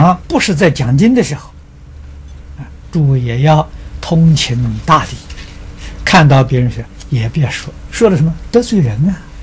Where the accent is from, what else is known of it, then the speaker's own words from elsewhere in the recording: China; 这一点，我们中国人不如外国人。